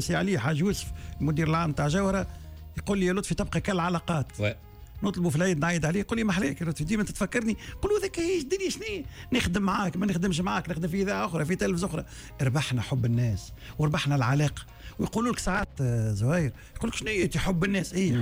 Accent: Tunisia

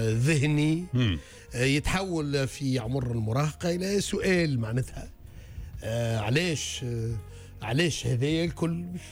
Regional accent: Tunis, Tunis Governorate, Tunisia; في تونس العاصمة، في الجيارة، في باب جديد.

